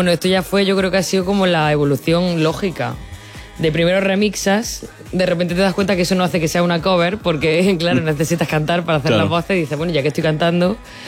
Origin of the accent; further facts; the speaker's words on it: Almería, Andalusia, Spain; moved away as an adult; also born or lived in Valencia; nosotros somos de Almería